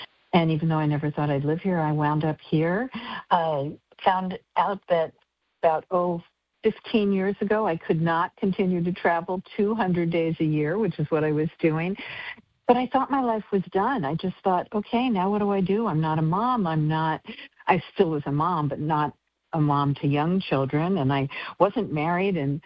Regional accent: Long Island, New York, United States; now in Sarasota, United States; I grew up in Long Island, New York, and that's very much a part of this novel as well. But you're right, I live in Florida now

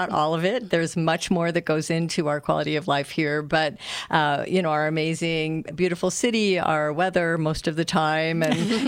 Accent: Illinois, United States; now in Las Cruces, United States; I'm from Illinois originally.

